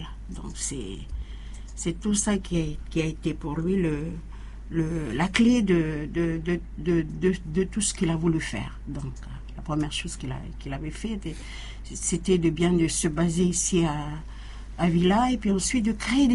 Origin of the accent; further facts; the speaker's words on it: Vao, Malampa, Vanuatu; now in Port Vila, Vanuatu; Donc, je viens de Malicolo-sur-Vao.